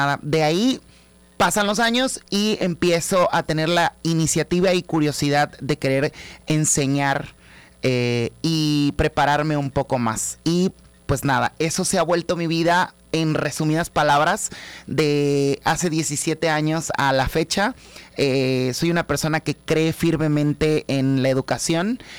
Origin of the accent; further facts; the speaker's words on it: Tabasco, Mexico; Llega por el gusto familiar de bailar, como buena familia tabasqueña.